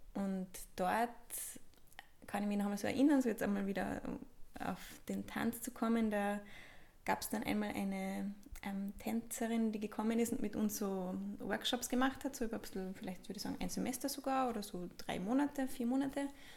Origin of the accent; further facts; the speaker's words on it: Eberndorf, Carinthia, Austria; Genau, also ich bin geboren in Kärnten und aufgewachsen in Eberndorf. Das ist so ein kleiner Ort in Südkärnten.